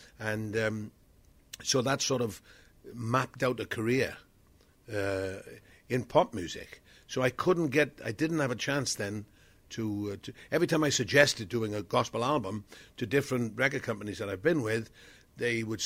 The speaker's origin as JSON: {"language": "English", "region": "Wales", "country": "United Kingdom", "tie": "born or raised there", "said": "I grew up in South Wales"}